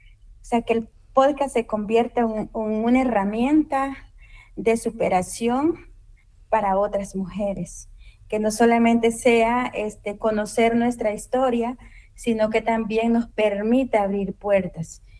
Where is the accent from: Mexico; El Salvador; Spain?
El Salvador; como bien lo decimos aquí los salvadoreños